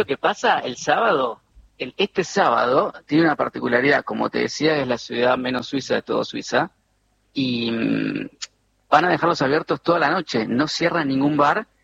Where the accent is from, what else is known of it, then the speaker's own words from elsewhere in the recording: Argentina; moved away as an adult; also born or lived in Buenos Aires; now in Switzerland; Te digo que me enorgullece sentir eso como argentino.